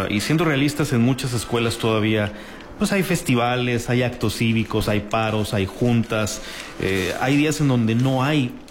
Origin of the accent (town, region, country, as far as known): Mexico